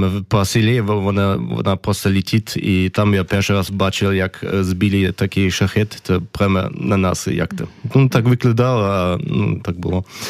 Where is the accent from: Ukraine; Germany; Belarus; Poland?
Germany; Ukrainian is a second language; я виріс в Німеччині, мій тато українець. Мама німка, але мої німецькі родичі теж жили в Україні. Возле там Одеси, там, вони називались чорноморські німці.